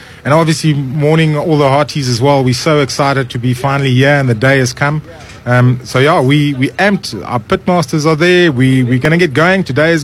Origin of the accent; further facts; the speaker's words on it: South Africa; me being as a South African as well